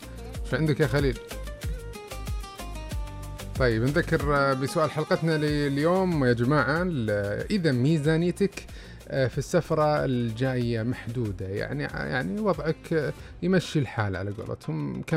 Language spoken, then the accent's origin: Arabic; Saudi Arabia; now in Eastern Province, Saudi Arabia; من الحوطة، من الحوطة جنبك، ماني بعيد، بس اني عايش بالشرقية.